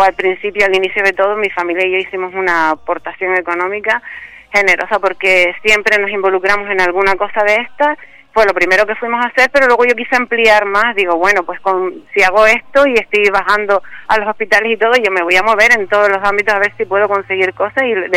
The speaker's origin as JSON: {"language": "Spanish", "region": "Canary Islands", "country": "Spain", "said": "Sabemos que Canarias es un pueblo solidario, pero mi pueblo es que vamos, se llama La Palma."}